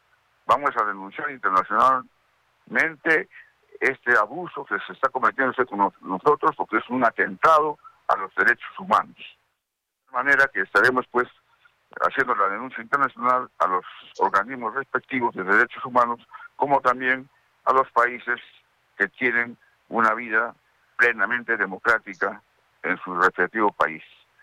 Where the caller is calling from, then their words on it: Peru; Somos ciudadanos peruanos.